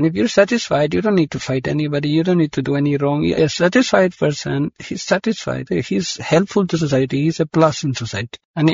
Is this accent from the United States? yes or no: no; North India, India; First of all, I'm coming from North India, so the weather is very hot.